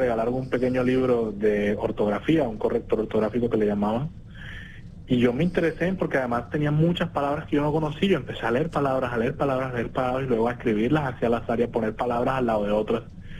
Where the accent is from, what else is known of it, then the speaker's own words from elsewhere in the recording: Cartagena, Bolívar, Colombia; Luego nos mudamos para el barrio de Los Alpes. Allá sí. Viví casi toda mi infancia y parte de mi adolescencia.